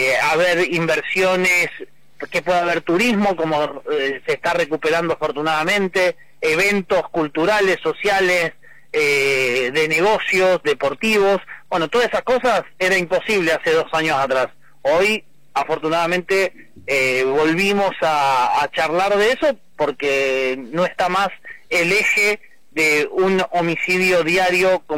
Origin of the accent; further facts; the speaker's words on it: Rosario, Santa Fe, Argentina; yo soy rosarino, tengo mi familia que vive en sí. Rosario toda la vida.